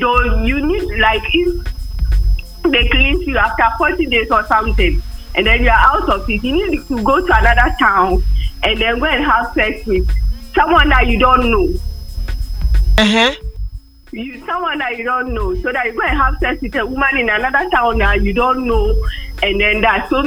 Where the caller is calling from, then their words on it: Dodowa, Greater Accra, Ghana; from Dodowa.